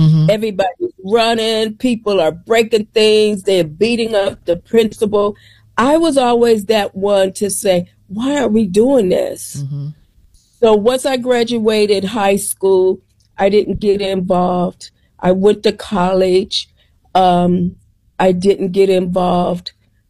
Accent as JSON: {"language": "English", "town": "Dayton", "region": "Ohio", "country": "United States", "tie": "born or raised there", "said": "Dayton, Ohio."}